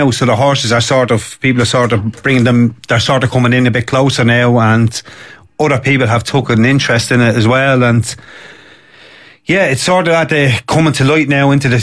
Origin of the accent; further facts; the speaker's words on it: Dublin, Leinster, Ireland; I wasn't born and bred in Darndale, but I was a 1-year-old when I moved in, and all through my lifetime and to today